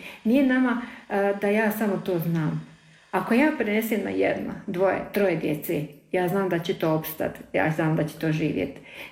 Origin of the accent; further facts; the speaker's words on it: Federation of Bosnia and Herzegovina, Bosnia & Herzegovina; now in Varaždin, Croatia; Vuče domu, vuče rodnom kraju, kako da vam kažem. A Lašvanska dolina je moj rodni kraj.